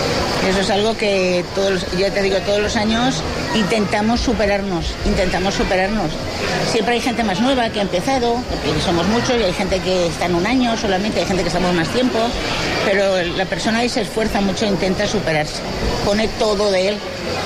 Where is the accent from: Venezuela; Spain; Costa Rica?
Spain; Valencia, Valencian Community; born there; now in Xàtiva, Spain; Yo mira, yo no soy nacida aquí en Játiva, soy nacida en Valencia.